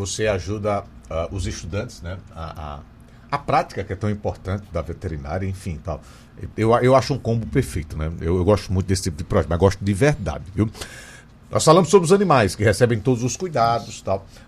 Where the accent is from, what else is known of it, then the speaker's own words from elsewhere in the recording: Maceió, Alagoas, Brazil; Eu sou de Maceió, viu? Nascido e criado aqui